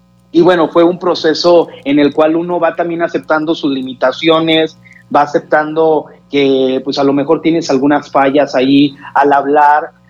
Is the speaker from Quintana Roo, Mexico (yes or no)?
no; Matamoros, Tamaulipas, Mexico; Los que nacimos en México, volteábamos más a México.